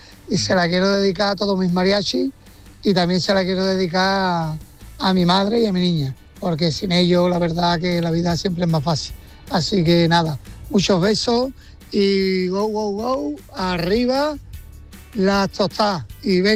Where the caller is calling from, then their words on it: Seville, Andalusia, Spain; de Sevilla.